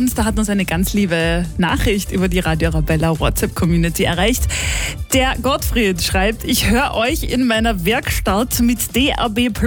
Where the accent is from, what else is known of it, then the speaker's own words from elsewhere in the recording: Carinthia, Austria; Freut mich, dass auch aus meiner Heimat ein paar von euch zuhören. Der nächste Hit hier, der 90er, ist jetzt speziell an alle Kärntner Zuhörer gewidmet.